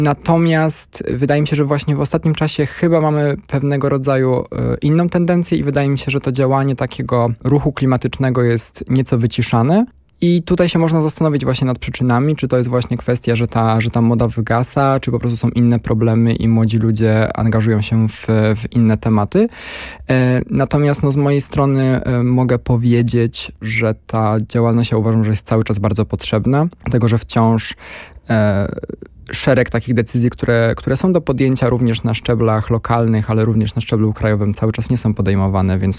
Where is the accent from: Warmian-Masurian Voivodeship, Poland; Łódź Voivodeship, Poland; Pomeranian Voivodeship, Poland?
Łódź Voivodeship, Poland; Łódź; Ja jestem z Łodzi, więc faktycznie na szczęście mam taką możliwość, że mieszkam na obrzeżach miasta